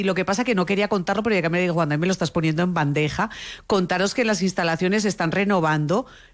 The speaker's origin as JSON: {"language": "Spanish", "country": "Spain", "moved": "yes", "lives_now": "Medellín, Colombia", "said": "Yo como española"}